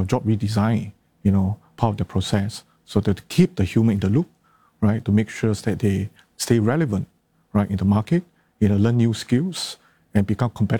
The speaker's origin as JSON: {"language": "English", "country": "Singapore", "said": "Then I think being a Singaporean, so I'm being an entrepreneur"}